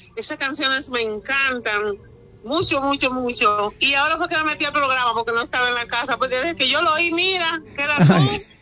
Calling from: La Vega, Dominican Republic; Yo soy oyente de La Vega, de un campo de aquí de Bacuí abajo, del Macorcino.

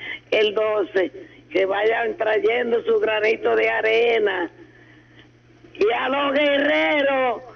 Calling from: Navarrete, Santiago, Dominican Republic; a mi pueblo Navarrete.

